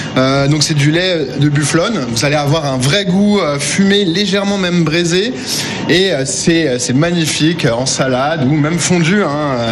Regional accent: Brie, France; moved away as an adult; now in Issoudun, France; Exactement, je suis originaire de la Brie, et donc où on trouve pas mal de brie, mais c'est une région en laquelle j'ai grandi, je garde de très bons souvenirs, j'y ai vécu jusqu'à 28 ans

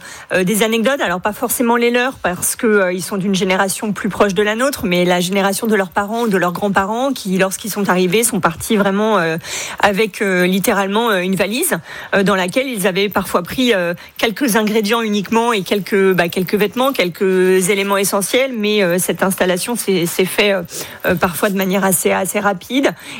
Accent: France; ici chez nous en France.

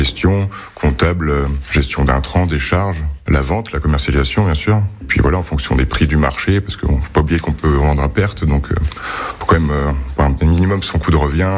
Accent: Grand Est, France; de Vaux-de-Saint-Cours à la base. Du village natal de mon père, et actuellement on a déménagé depuis quelques années déjà à Sainte-Marie-Appy, village natal de ma mère.

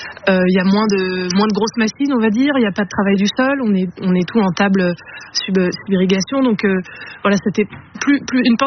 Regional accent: Île-de-France, France; moved away as an adult; je viens de Seine-Saint-Denis. Et les 25 premières années de ma vie, je n'ai pas vraiment vu de terreau.

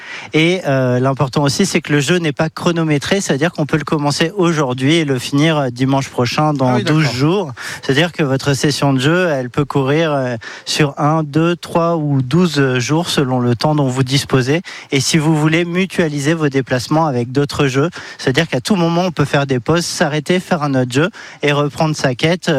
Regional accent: Clermont-Ferrand, Auvergne-Rhône-Alpes, France; also born or lived in south-east France; Je suis originaire de Clermont-Ferrand. D'accord. Et je suis né dans le sud-est

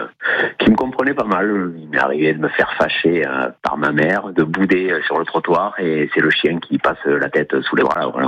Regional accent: Toulouse, Occitanie, France; moved away as an adult; now in Montagne, France; Oui, je suis né à l'hôpital La Grave, j'ai grandi à Toulouse. Et je suis parti travailler en Gironde dans les vignes.

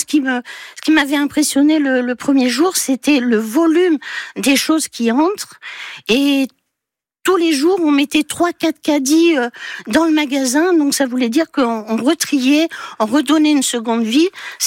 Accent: Occitanie, France; Et moi, je suis du Lot aussi, je suis du Haut-Quercy, juste au bord de la Dordogne, en fait, la limite de la Corrèze.

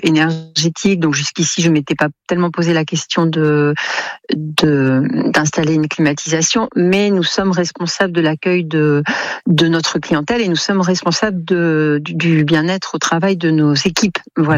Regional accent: Pau, Nouvelle-Aquitaine, France; chez nous à Pau

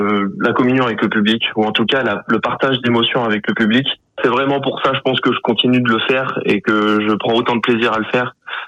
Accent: La Tremblade, Nouvelle-Aquitaine, France; now in Saint-Palais-sur-Mer, France; je suis originaire à la base de la Tremblade, et on a déménagé à Saint-Palais.

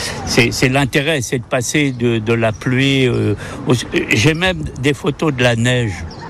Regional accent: Brittany, France; also born or lived in Sologne; now in Les Sables-d'Olonne, France; Je veux pas dire du mal de ma Bretagne natale

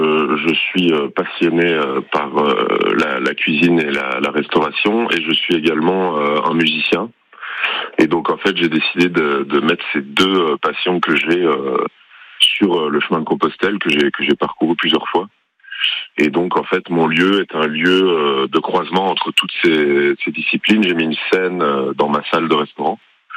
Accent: Brussels, Brussels-Capital Region, Belgium; moved away as an adult; now in Saint-Alban-sur-Limagnole, France; moi, je viens de Belgique.

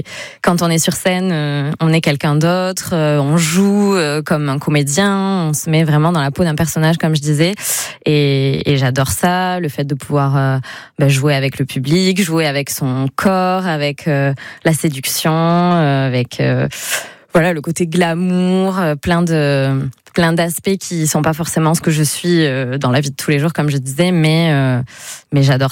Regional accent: Tarnos, Nouvelle-Aquitaine, France; chez moi à Tarnos, parce que j'ai grandi à Tarnos

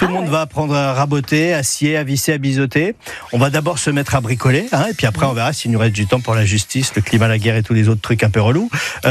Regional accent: France; moi aussi, je suis Français

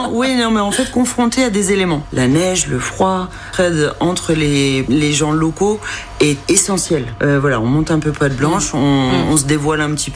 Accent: Metz, Grand Est, France; moved away as an adult; now in Auvergne, France; je viens de Metz, en Lorraine, et j'ai des origines alsaciennes, et on remonterait très très loin jusqu'au pays nordique.

